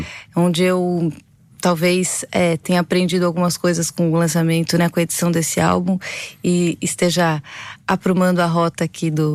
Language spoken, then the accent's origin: Portuguese; São Paulo, Brazil; Sim, passei a vida inteira em São Paulo, vivendo na capital, aquela cidade maluca.